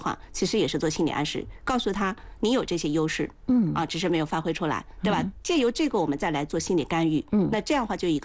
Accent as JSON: {"language": "Chinese", "country": "China", "said": "我们中国人很多时候对于心理这样的一些问题或者心理的话当下的一些状态的时候过于夸大就非常的害怕，"}